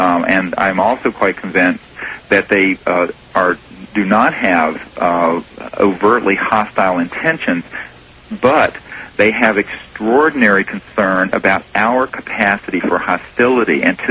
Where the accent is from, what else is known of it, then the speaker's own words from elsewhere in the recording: United States; now in Blue Ridge Mountains, North Carolina, United States; I consider myself a very patriotic and proud American.